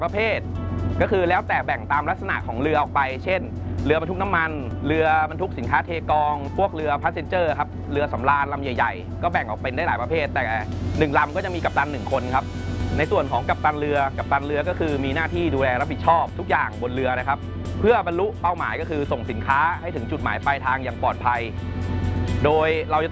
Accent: Phitsanulok, Thailand; พื้นเพผมเนี่ยเป็นคนจังหวัดพิษณุโลกศึกษามัธยมจากโรงเรียนพิษณุโลกพิทยาคม

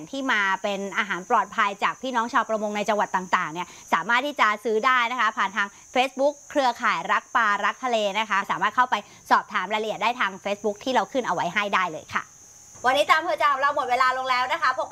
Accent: Southern Thailand, Thailand; ไม่ได้เราเป็นคนใต้

